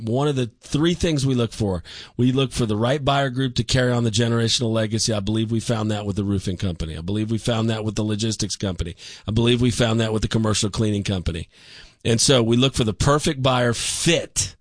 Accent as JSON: {"language": "English", "town": "Dallas", "region": "Texas", "country": "United States", "said": "I'm originally from Lake Highlands."}